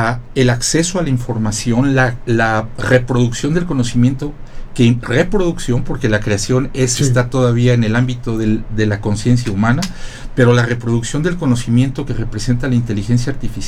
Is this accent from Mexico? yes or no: yes; Mexico; somos muchos mexicanos